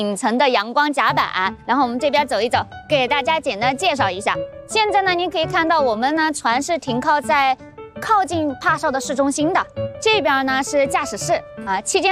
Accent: China; 我们中国人

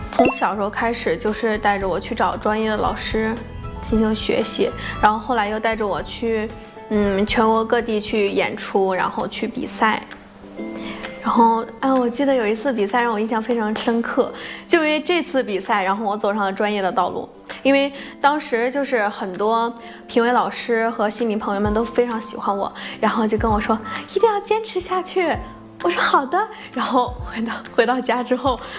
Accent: Tangshan, Hebei, China; 因为我今年是20岁，然后我的家乡是在唐山

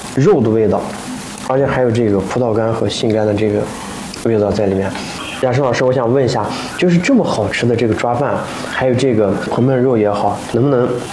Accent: Xinjiang, China; accent: Xinjiang dialect; 用我们新疆话啊

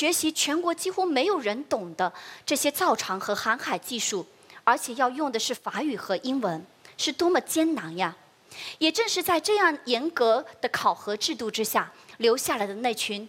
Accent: Fujian, China; 现在我们福建人又喜欢讲爱拼才会赢

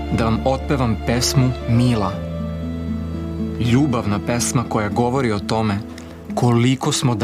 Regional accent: Serbia; Ja sam princ i dolazim iz Srbije.

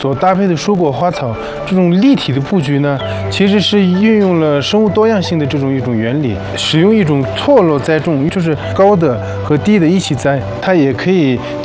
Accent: Mainling, Tibet, China; also born or lived in Nanjing; 我爸爸的话是当年在这里当兵，然后认识了我妈妈之后就一直在米林生活。我也是在米林长大的，后面考大学考到了南京，每年寒暑假都会回米林。

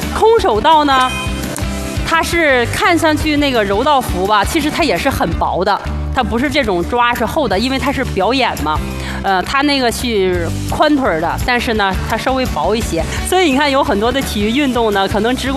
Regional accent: Northeast China, China; 我是东北人，所以呢我特别喜欢吃家乡的菜，

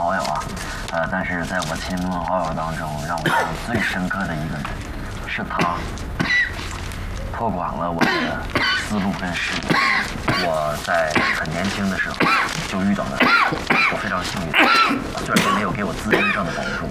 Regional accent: Northeast China, China; moved away as an adult; 这件衣服是我从东北来到广东的头一天，我崔哥送给我的。

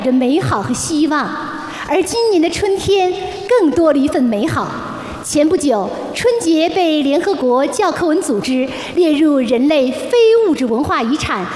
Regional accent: China; 我们中国人常用岁月更替、山河日新来形容新的一年。

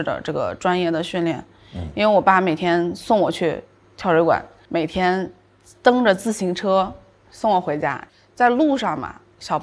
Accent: Tianjin, China; 我是天津人，然后其实天津的小朋友，像我们那个年代，我们都是在河里长大的。

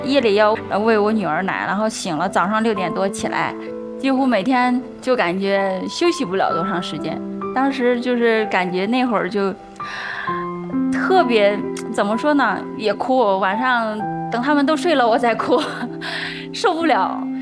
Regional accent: China; moved away as an adult; also born or lived in Shaanxi; 抱着我女儿从陕西然后坐高铁回到我老家的赵国坝，对，就一直住在娘家

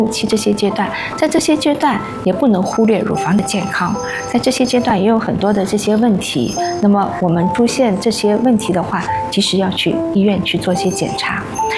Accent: China; 我们中国人群

